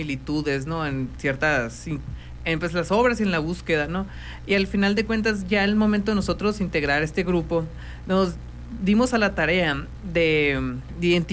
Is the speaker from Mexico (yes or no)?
yes; Nogales, Sonora, Mexico; artista plástico aquí de Nogales, integrante de Saguaro Negro.